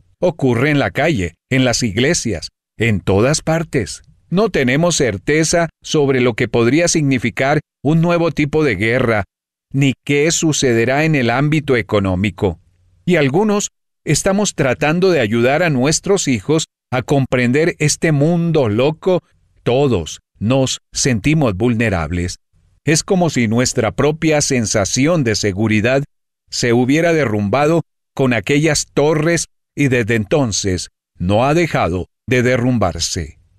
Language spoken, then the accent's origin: Spanish; New York City, New York, United States